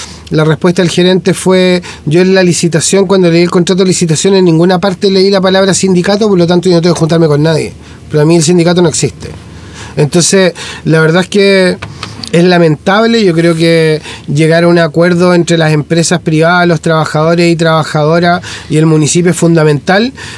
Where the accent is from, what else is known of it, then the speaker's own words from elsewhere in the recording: Valdivia, Los Ríos, Chile; born there; soy concejal de Valdivia, mucho orgullo de la ciudad que amo y que nací.